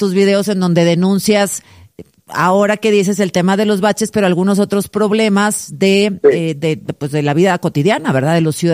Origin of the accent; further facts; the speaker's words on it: Nuevo León, Mexico; yo soy de Nuevo León